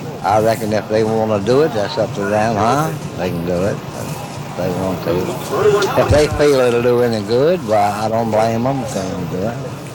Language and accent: English; the South, United States; Well, I'm from the South.